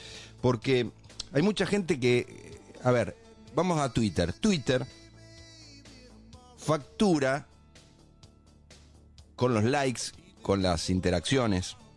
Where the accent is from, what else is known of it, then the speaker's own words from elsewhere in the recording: Argentina; Ahora, yo soy argentino voy, y es más, es un lindo momento.